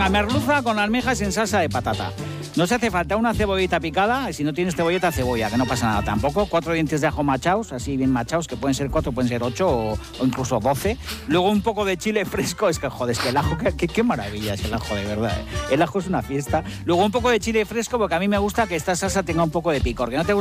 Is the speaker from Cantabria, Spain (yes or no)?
no; Basque Country, Spain; Sí, es verdad. Como vasca